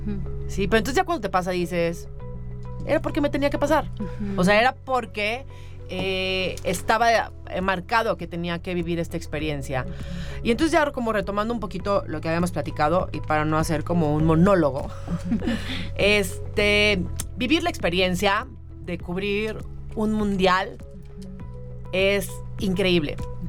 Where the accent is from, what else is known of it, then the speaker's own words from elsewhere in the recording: Mexico; como mexicanos le fuimos perdiendo